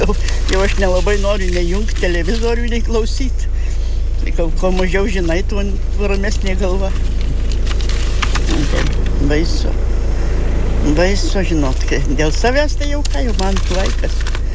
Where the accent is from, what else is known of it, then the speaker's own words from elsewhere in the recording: Marijampolė County, Lithuania; moved away; aš ne iš čia kilus, tai aš iš Marijampolės rajono, nu ten nuo Igliaukos, jeigu žinot, dar nuo Gudelių valsčius buvo.